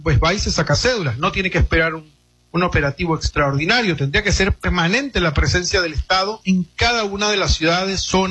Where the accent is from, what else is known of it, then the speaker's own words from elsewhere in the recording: Amazonas, Venezuela; los que somos del estado de Amazonas